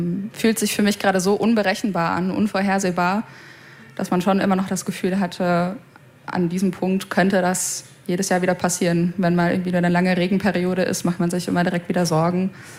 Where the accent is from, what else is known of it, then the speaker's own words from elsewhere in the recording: Bad Neuenahr-Ahrweiler, Rhineland-Palatinate, Germany; moved away as an adult; also born or lived in Stuttgart; Wenn ich Bad Neuenahr-Ahrweiler sage, dann geht direkt die Diskussion los.